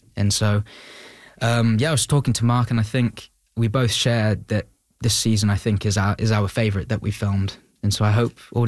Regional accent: Beverley, Yorkshire and the Humber, United Kingdom; My hometown, Beverly, we're kind of in between Beverly, Pocklington, York, in Yorkshire.

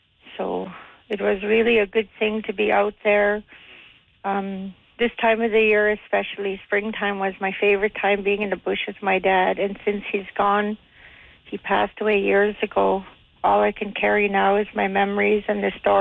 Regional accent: Inuvik, Northwest Territories, Canada; I'm born and raised in Inuvik in the Mackenzie Delta.

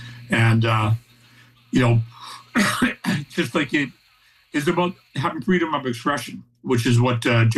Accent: Burnaby, British Columbia, Canada; My hometown of Burnaby is the most diverse city in Canada.

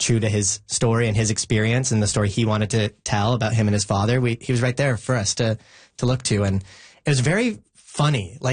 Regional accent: British Columbia, Canada; Yeah, I grew up on Vancouver Island

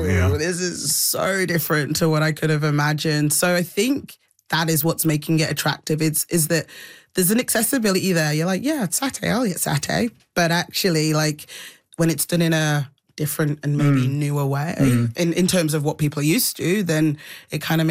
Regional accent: Ekiti, Nigeria; So I'm from Ekiti State, which is just like maybe 2 hours north of Lagos.

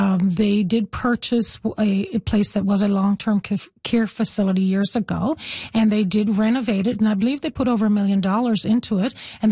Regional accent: Placentia, Newfoundland and Labrador, Canada; Southern Harbor is quite close to me in the fact that I grew up in Placentia, so I'm quite used to Southern Harbor. It's in Placentia Bay.

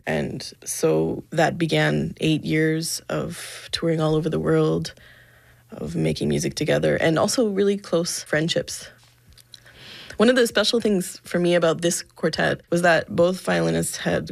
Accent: Canada; the way they grew up and the experiences they had were so different from what I had growing up in Canada.

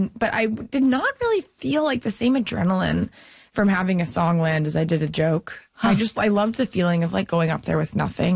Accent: Canada; I'm so grateful that I grew up comedically in Canada, because we really support each other.

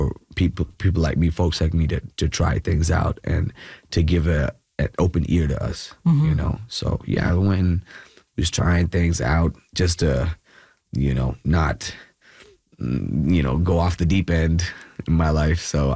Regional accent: Kerala, India; now in Bangalore, India

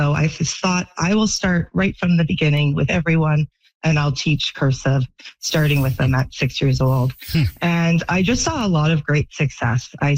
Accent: British Columbia, Canada; I grew up in just outside Vancouver.

